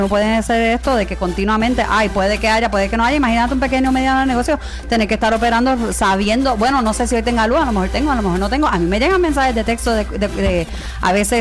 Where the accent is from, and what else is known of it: Puerto Rico